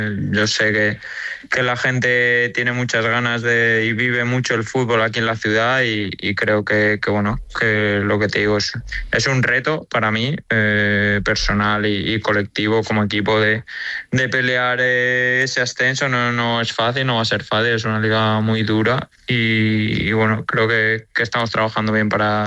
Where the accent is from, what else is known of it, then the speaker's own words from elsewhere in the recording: San Sebastián, Basque Country, Spain; born there; Sí, yo nací en Donosti, sí.